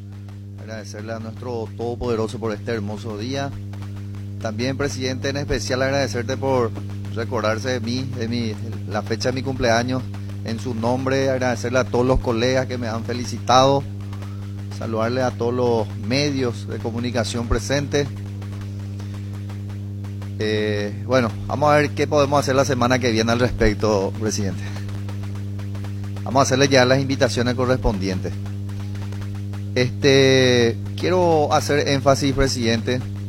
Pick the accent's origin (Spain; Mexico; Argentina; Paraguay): Paraguay